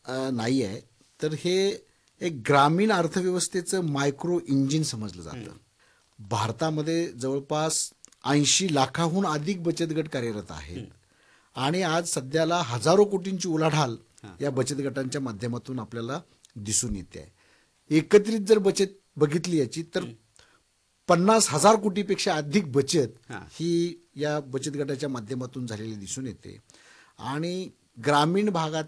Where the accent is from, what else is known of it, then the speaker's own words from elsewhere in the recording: Ambewadi, Maharashtra, India; moved away as an adult; now in Phondaghat, India; माझं बालपण हे आताचा जो धाराशिव जिल्हा आहे त्यामध्ये आंबेवाडी हे मूळ गाव आहे माझं. त्या ठिकाणी मी माझा जन्म झाला आणि मी माझं जे प्राथमिक शिक्षण आहे ते जिल्हा परिषदेच्या शाळेमध्ये झालेलं आहे.